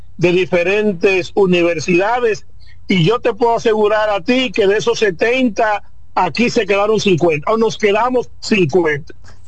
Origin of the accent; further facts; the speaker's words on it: Dominican Republic; también hay dominicanos.